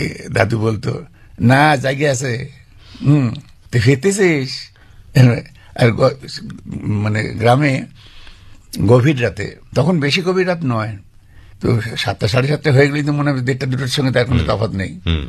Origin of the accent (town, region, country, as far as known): Kolkata, West Bengal, India; born there; also born or lived in Jessore, Bangladesh